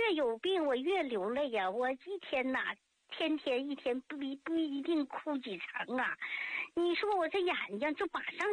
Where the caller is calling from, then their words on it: Tangshan, Hebei, China; 我是唐山的，河北唐山的。